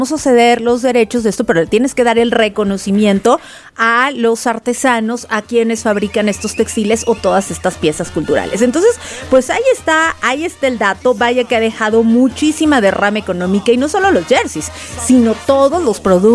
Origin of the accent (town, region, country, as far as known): Mexico